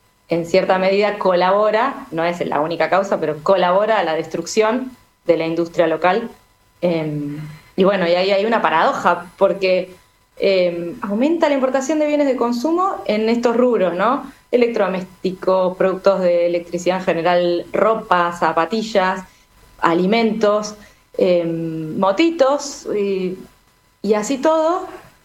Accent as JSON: {"language": "Spanish", "town": "Mar del Plata", "region": "Buenos Aires Province", "country": "Argentina", "said": "Yo soy de Mar del Plata"}